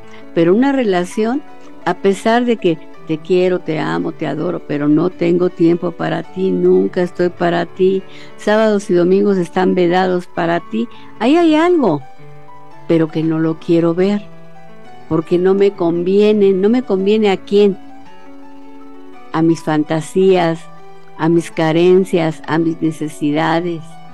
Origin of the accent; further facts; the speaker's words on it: Mexico; Pero como mexicanos también, mucho muy difíciles.